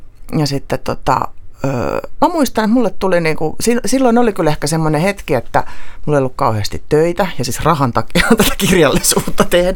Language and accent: Finnish; Helsinki, Uusimaa, Finland; mistä mä oon ihan kotoisin, missä asuttiin äidin ja siskon kanssa ja isäpuolen kanssa, niin me oltiin siellä niinku aivan siis oikeasti Itä-Helsingissä.